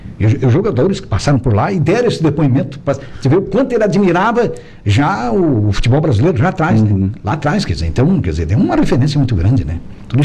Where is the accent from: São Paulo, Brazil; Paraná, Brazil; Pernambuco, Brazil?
Pernambuco, Brazil; aqui eu sou pernambucano